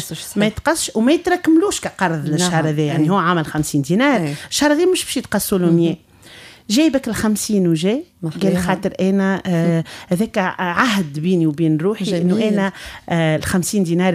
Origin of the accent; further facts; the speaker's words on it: Tunisia; احنا والحمد لله التوانسة معروفين بالبهجة في مناسباتنا